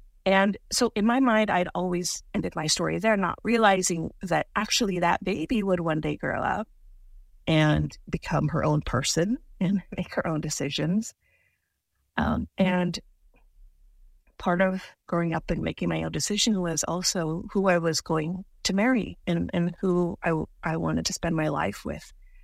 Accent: United States; I'm a kid growing up in America

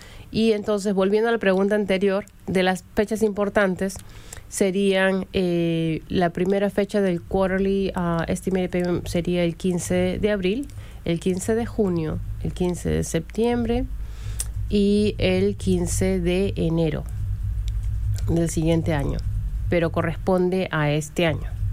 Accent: Lima, Peru; now in Perrysburg, Ohio, United States; soy de Lima, Perú. Yo tengo aquí en los Estados Unidos casi 30 años

